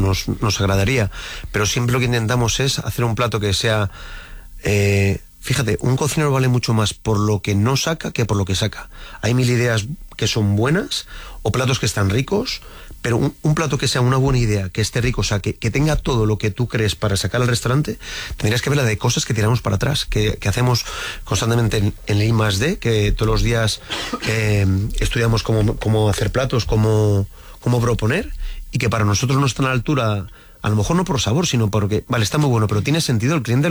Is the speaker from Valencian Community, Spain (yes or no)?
no; Madrid, Community of Madrid, Spain; Y mira que no soy de Atleti, soy de Madrid, mira, volviendo al fútbol.